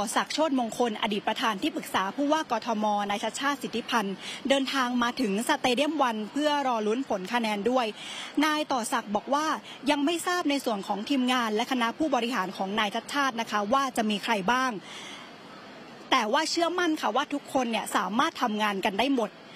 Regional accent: Bangkok, Thailand; สิ่งที่อยากเห็นคนกรุงเทพมหานครเนี่ยในฐานะที่เป็นคนกรุงเทพอยากเห็นกรุงเทพเปลี่ยนแปลงที่สุดก็คือเรื่องของน้ำท่วมขังค่ะ

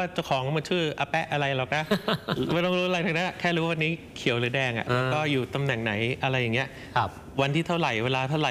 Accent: Bangkok, Thailand; ในฐานะคนกรุงเทพ

